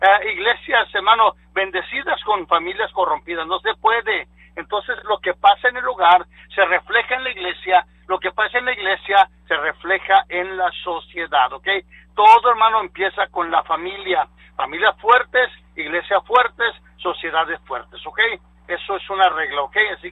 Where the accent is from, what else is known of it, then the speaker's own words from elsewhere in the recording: Pennington, Texas, United States; Soy de Pennington, Texas, 806-202-1215.